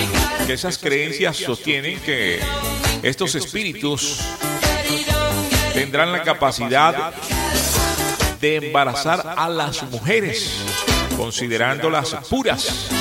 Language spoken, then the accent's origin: Spanish; Colombia